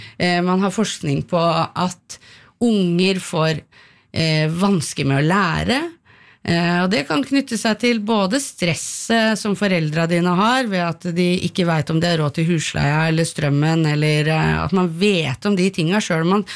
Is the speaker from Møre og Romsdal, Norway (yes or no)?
no; Oslo, Norway; jeg vokste opp på Tøyen, er det noen av dere som kjenner til Kolstadgata 7?